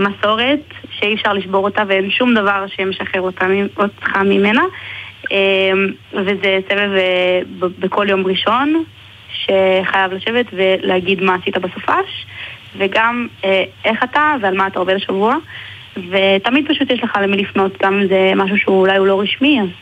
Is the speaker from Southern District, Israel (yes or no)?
yes; Arad, Southern District, Israel; אני בעיקרון מערד ואביטל ממחולה. אז בערך כל הארץ מפרידה בינינו